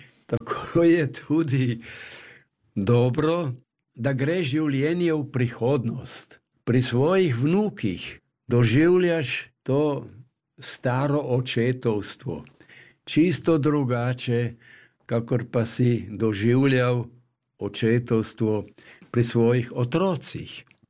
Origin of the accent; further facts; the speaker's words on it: Mlinče, Carinthia, Austria; born there; now in Rosental, Austria; z mamo Svetlano živita v Mlinčah, v moji rojstni vasi.